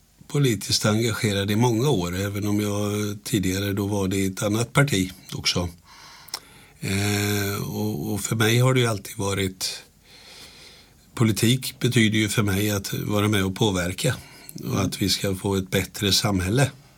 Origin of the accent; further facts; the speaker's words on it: Vimmerby, Kalmar County, Sweden; jag kommer ju ursprungligen ifrån Vimmerby, så jag är ju smålänning.